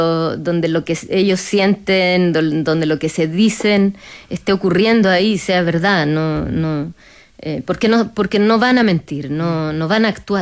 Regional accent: Chile; somos un país andino, ¿no? Y tenemos la cordillera ahí tan cerca que a veces la dejamos de ver.

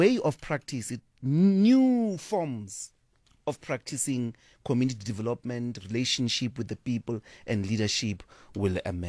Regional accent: South Africa; not do it as an event, as a permanent, constant intervention of being a South African

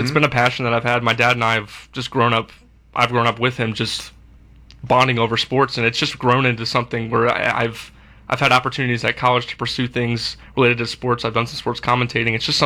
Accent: Chesapeake Bay area, United States; also born or lived in Florida; I am also originally from this area. I was born in Florida, but my dad was military, so I've spent most of my time in the Chesapeake area.

